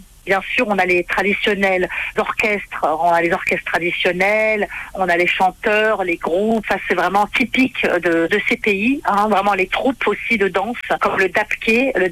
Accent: Lyon, Auvergne-Rhône-Alpes, France; en région lyonnaise, parce que moi je suis de Lyon, je suis lyonnaise.

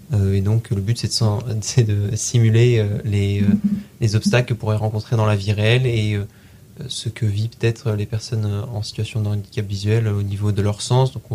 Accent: Rennes, Brittany, France; now in Tours, France; J'ai fait donc un bac technologique STMG à Rennes, là d'où je viens. Je me suis orienté à Tours en BUT technique de commercialisation.

